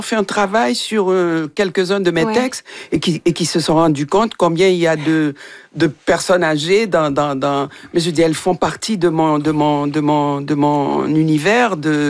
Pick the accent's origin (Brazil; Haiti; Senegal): Haiti; moved away; Ça fait longtemps que j'ai quitté Haïti.